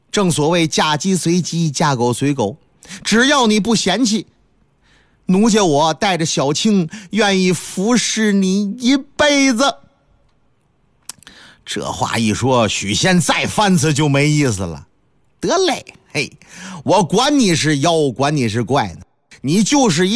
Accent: Northeast China, China; 你像我老家东北

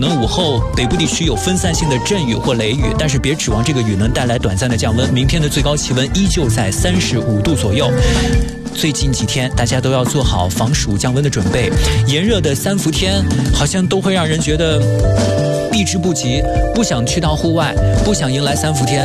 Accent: Pizhou, Jiangsu, China; 对于我一个邳州人来说，我老家是有伏羊节之说的，

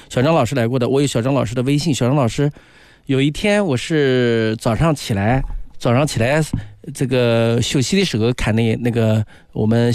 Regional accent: Nanjing, Jiangsu, China; 我们南京话

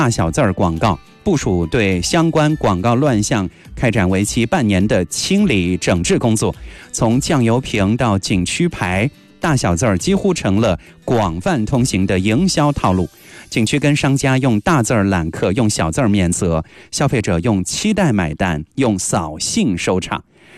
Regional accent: Shuyang, Jiangsu, China; 我们沭阳的方言叫螃蟹流

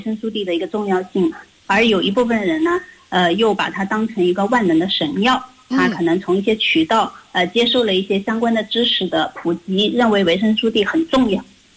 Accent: China; 我们中国人呢对白皮肤呢是喜欢了几千年

